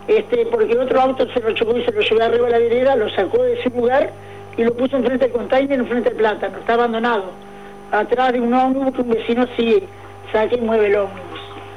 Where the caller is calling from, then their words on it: Uruguay; Del barrio San Francisco.